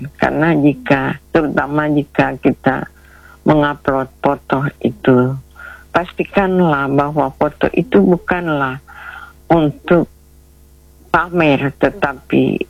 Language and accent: Indonesian; South Sulawesi, Indonesia; kita sebagai orang Bugis